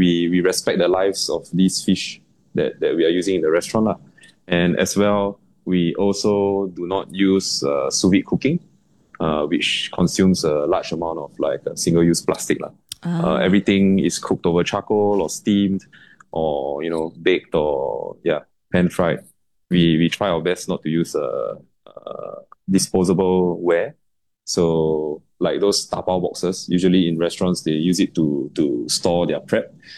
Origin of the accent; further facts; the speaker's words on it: Singapore; So as a Singaporean, we have, in our daily lives, we see things from all over the world and we kind of like reinterpret them and it becomes Singaporean